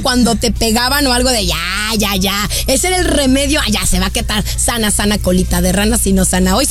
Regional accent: Mexico; Soy mexicano

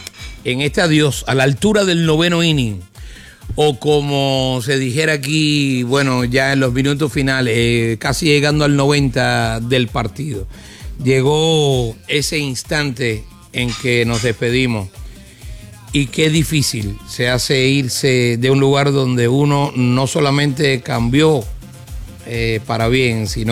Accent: Cuba; moved away; yo como cubano volví a sentir eso que extrañamos.

